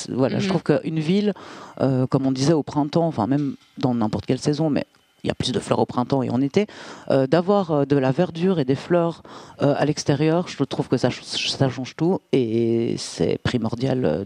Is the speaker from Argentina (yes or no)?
no; Brussels, Belgium; Moi, je viens de Bruxelles de base.